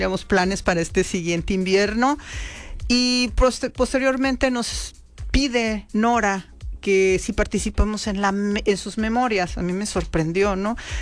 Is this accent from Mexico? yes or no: yes; Mexico; De las personas que escribimos, tres somos mexicanos